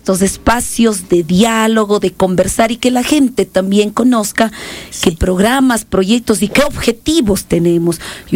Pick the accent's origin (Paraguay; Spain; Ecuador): Ecuador; Sayausí, Azuay; Yo soy parte de Sayaucí, donde nace el Cajas, nace las lagunas y nace el agua.